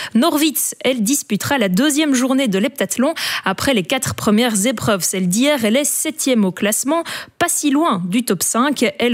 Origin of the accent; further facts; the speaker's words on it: Wavre, Wallonia, Belgium; Et oui, puisqu'elle se tient en partie chez nous à Wavre.